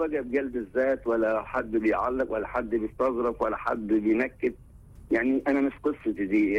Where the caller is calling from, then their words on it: Aswan, Aswan Governorate, Egypt; انا من الصعيد من اسوان